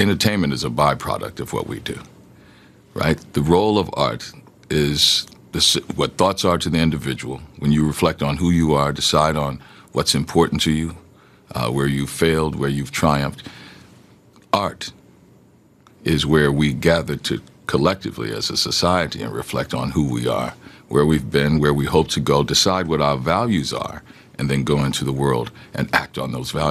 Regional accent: Louisiana, United States; I'm from Louisiana, 45,000 people had voted.

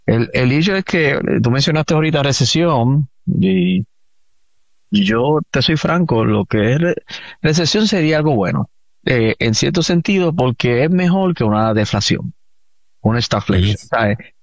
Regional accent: Puerto Rico; Y sabemos que nosotros somos, los boricuas somos locos gastando.

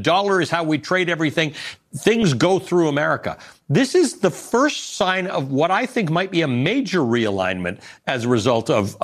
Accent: Canada; I'm Canadian

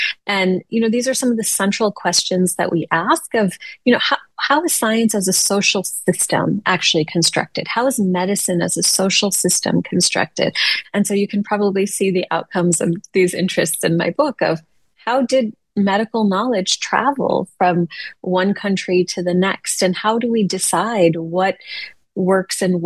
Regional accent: Chicago, Illinois, United States; So I grew up in Chicago, public school kid, and I was teaching in a public school 3 miles away from where I grew up.

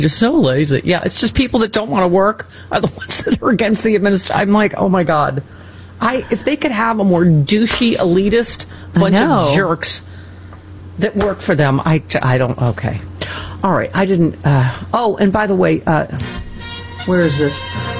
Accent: Ontario, Canada; I grew up on Lake Ontario.

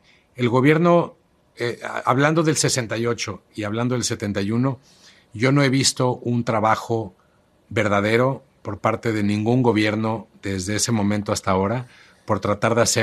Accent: Mexico

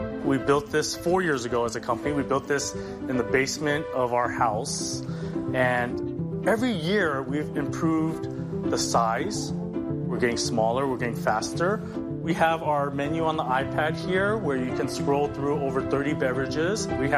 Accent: San Francisco, California, United States; I am born and raised in San Francisco.

